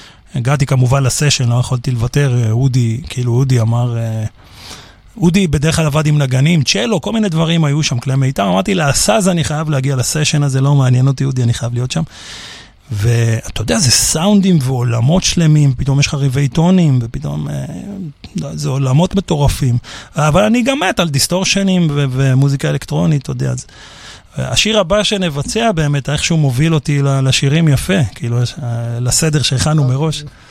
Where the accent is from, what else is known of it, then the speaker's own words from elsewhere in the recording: Petah Tikva, Central District, Israel; פתח תקווה, עיר הולדתי, כן.